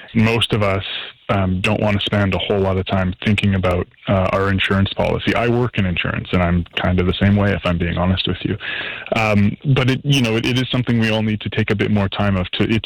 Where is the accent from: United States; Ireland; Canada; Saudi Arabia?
Canada; British Columbia; as a British Columbian, as probably any Canadian, this is horrifying, right?